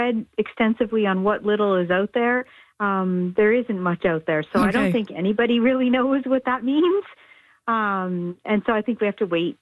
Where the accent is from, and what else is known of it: Canada